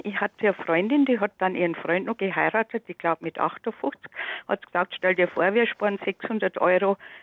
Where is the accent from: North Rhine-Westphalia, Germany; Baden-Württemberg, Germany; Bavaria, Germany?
Bavaria, Germany; born there; now in Munich, Germany; Ich bin selber in der Oberpfalz geboren, wohne aber schon 52 Jahre in München.